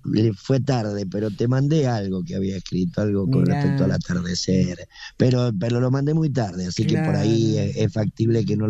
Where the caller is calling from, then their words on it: Mendoza, Argentina; De Mendoza, Mendoza capital.